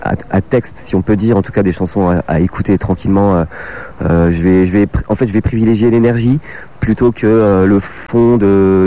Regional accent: Nancy, Grand Est, France; Moi, je viens de Nancy.

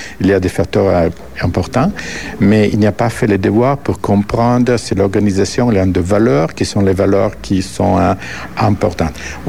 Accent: Italy; parce qu'elle est musulmane, je suis italien, je suis catholique, et on vient de deux cultures complètement différentes.

